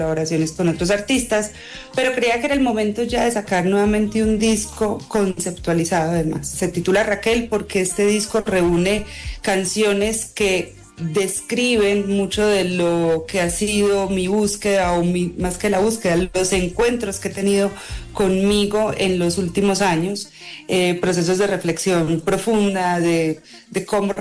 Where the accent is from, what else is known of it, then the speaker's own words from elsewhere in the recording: Colombia; moved away; also born or lived in United States / Mexico; Luego yo me fui de Colombia, entonces también por eso muchas personas pasa, uno piensa que la gente no se va a olvidar de uno, pero yo creo que sí.